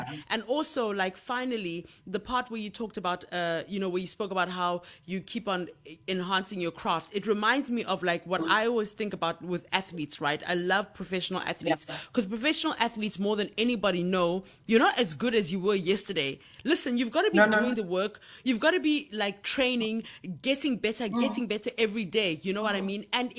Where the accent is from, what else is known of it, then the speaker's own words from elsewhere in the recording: South Africa; moved away as an adult; also born or lived in Uganda; now in Ghana; Like, firstly, you know, I'm Ugandan, but I grew up in South Africa. Okay. So I became naturalized South African. And now I'm living in West Africa, in Ghana.